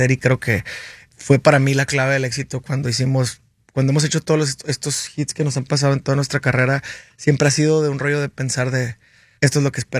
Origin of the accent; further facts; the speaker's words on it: Hermosillo, Sonora, Mexico; soy de Sonora, estamos bien impuestos a la crítica